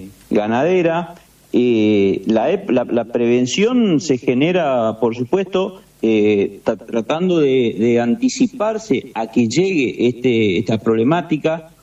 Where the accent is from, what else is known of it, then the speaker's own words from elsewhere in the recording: Corrientes, Argentina; Soy de Corrientes, yo soy de Corrientes, acá estamos en Corrientes